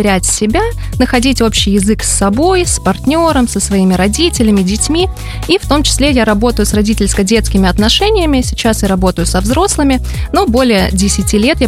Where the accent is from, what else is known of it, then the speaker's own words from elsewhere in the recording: Latvia; now in Cyprus; Вообще я из Латвии, так что на Кипре я у нас новенькая.